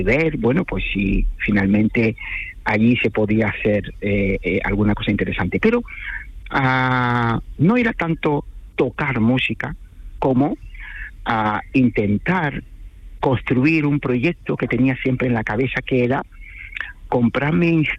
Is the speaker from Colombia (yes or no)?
no; Cameroon; moved away as an adult; volver a Camerún y dedicarme un poco a la insonorización, a facilitar que la música fluya en mi ciudad natal